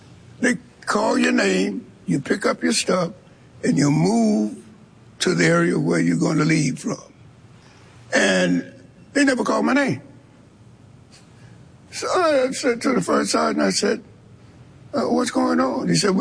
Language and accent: English; Shreveport, Louisiana, United States; now I grew up in Shreveport